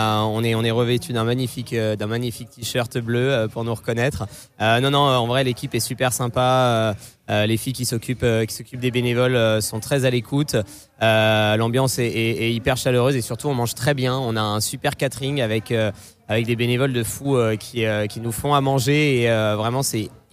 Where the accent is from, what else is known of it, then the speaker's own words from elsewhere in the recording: Saint-Brieuc, Brittany, France; Je suis né à Saint-Brieuc, j'ai grandi à Saint-Brieuc